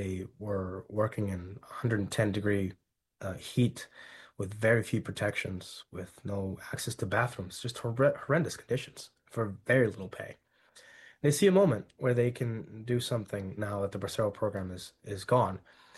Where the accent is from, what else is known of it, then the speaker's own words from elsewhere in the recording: California, United States; because I grew up in Central California, the home of the farm workers movement, and everything there harkened back to the 1960s, to Cesar Chavez, to the farm labor struggle. My parents were farm workers.